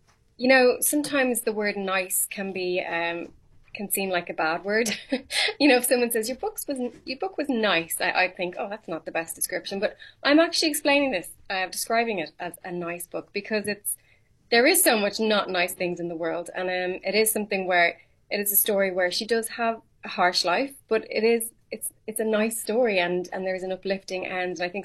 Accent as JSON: {"language": "English", "country": "Ireland", "said": "I am Irish."}